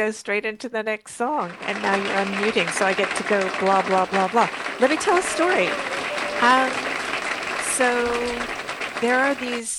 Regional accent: California, United States; moved away; where I live, my hometown in California.

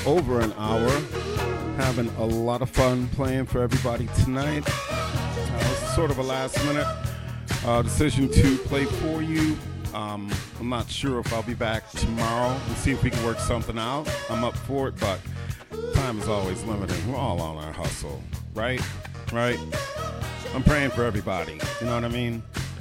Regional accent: Evanston, Illinois, United States; my hometown, Evanston, or Evanston Township High School.

